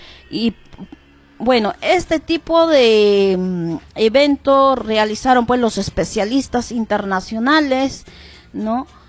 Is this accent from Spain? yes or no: no; Peru; si nosotros como peruanos